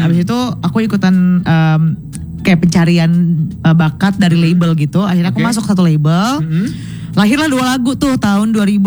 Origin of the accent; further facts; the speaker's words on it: Bandung, West Java, Indonesia; Jadi kalau mau dibilang, aku kayaknya penyanyi asal Bandung ya. Karena aku tumbuh kembang tuh di Bandung.